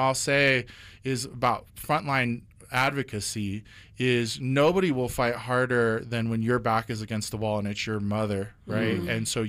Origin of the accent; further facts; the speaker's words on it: Denver, Colorado, United States; I grew up over again in Northside, where literally, I mean, Northeast Denver and coal, where literally I could miss curfew because the trains were stopped on the tracks